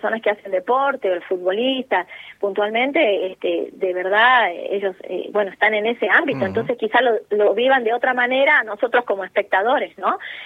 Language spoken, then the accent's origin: Spanish; Argentina; Pero sí, por supuesto, soy argentina y he visto los partidos con mi familia, con mis amigas, sí.